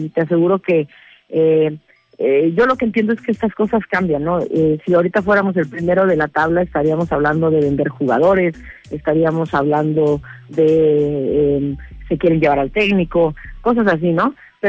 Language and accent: Spanish; Juárez, Chihuahua, Mexico; yo soy de Juárez, estos chavos traen Juárez en su escudo, y yo tengo que ir a exigir que representen bien a mi ciudad, ¿no?